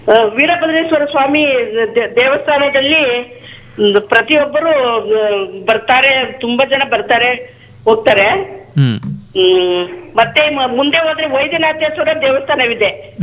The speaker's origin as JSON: {"language": "Kannada", "town": "Nagamangala", "region": "Karnataka", "country": "India", "tie": "born there", "moved": "yes", "lives_now": "Bengaluru, India", "said": "ನಾನು ನಾಗಮಂಗಲ ಮಂಡ್ಯ ಜಿಲ್ಲೆ ಬಗ್ಗೆ ಮಾತಾಡ್ತೀನಿ ಸರ್, ನಮ್ಮ ಊರು ಅದೇ ಹುಟ್ಟೂರು."}